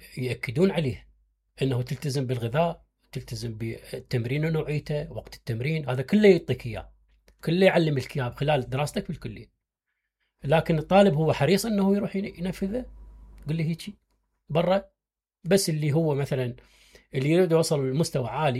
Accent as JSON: {"language": "Arabic", "country": "Iraq", "said": "عندنا بالعراق"}